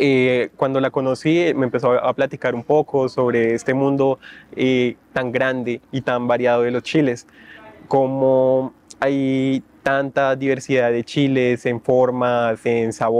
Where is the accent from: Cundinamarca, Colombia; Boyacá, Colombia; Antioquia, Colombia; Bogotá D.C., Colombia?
Bogotá D.C., Colombia; Bogotá; now in Mexico